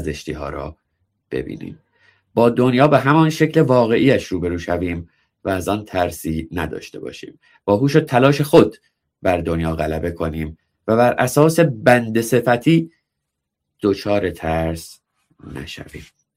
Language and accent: Persian; Iran; moved away; من 20 سال پیش از ایران اومدم بیرون